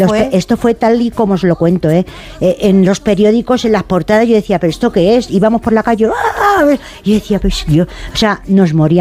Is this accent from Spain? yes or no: yes; Madrid, Community of Madrid, Spain; now in Móstoles, Spain; Que no somos de Móstoles, ¿eh? Somos madrileñas. Lo que pasa que es verdad que vivimos en Móstoles ya hace muchísimos años, pero somos gatas, hay que decirlo.